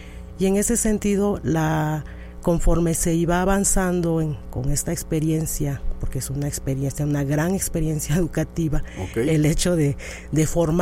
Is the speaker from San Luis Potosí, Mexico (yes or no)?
no; Oaxaca, Mexico; Sí, soy zapoteca, pero también hablo inglés, uh-huh, también me interesan otros idiomas